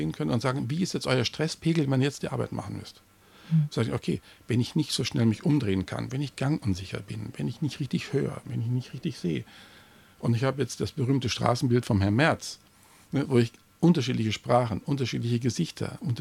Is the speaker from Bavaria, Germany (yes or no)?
yes; Bavaria, Germany; ich komme aus Bayern, da gab es wirklich üblen Wirtschaftsschlägereien mit zerbrochenen Mastkrügen.